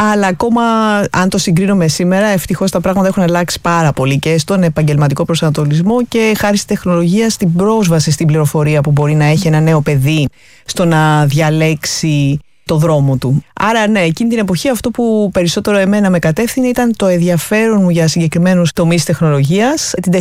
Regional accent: Athens, Attica, Greece; born there; Γεννήθηκα στην Αθήνα.

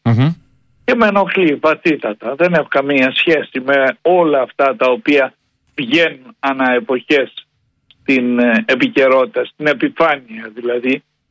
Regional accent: Anogeia, Crete, Greece; born or raised there

